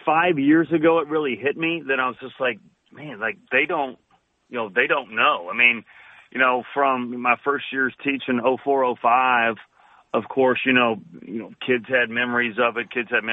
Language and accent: English; United States; now in Louisville, United States; part of who we are as Americans